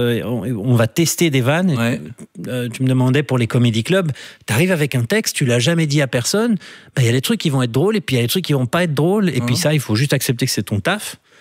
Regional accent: Brussels, Belgium; Moi, je suis bruxellois

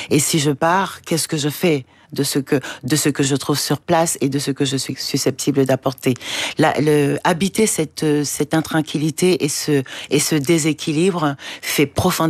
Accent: Douala, Littoral, Cameroon; Alors, à l'endroit où j'ai grandi à Douala.

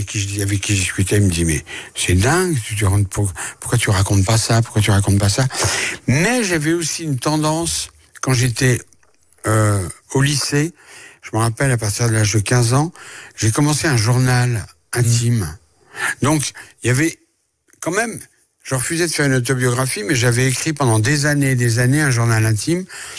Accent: France; born there; ma mère, on lui a pris un billet de bateau et elle a traversé l'Atlantique et je suis né en France avec elle.

